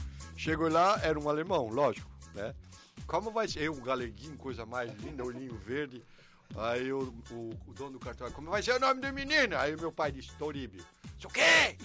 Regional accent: Timbó, Santa Catarina, Brazil; born there; Eu nasci lá em Timbó.

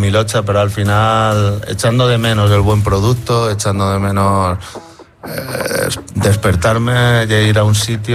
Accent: Murcia, Region of Murcia, Spain; yo soy de Murcia, con ascendencia alicantina, ah. valenciana y balear.

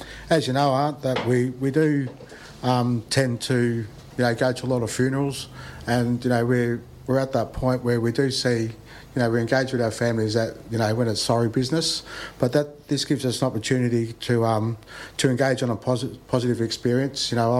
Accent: Victoria, Australia; now in Bendigo, Australia; I'm from Gunindjmara country

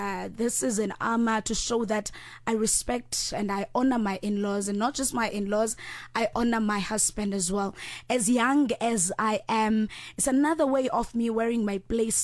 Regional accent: King Williamstown, Eastern Cape, South Africa; now in Johannesburg, South Africa; I'm born and bred in King Williamstown, iQonce now, and my husband is from East London, which is uKompo now. So me having to wear these clothes here in Johannesburg means a lot to me

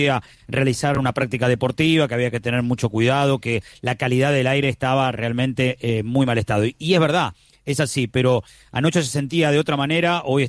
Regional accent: Argentina; now in Spain; Somos muchos los argentinos que vivimos en España

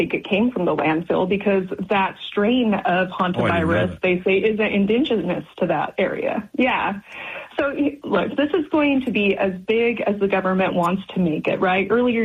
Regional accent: Idaho, United States

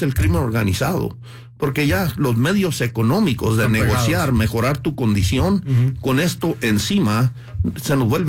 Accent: Chihuahua, Mexico; born there; Sí, pues yo nací en Chihuahua y pues realmente me considero un mexicano. Yo pudiendo salir del país, no lo he hecho porque yo amo a México y tengo sangre indígena, de hecho.

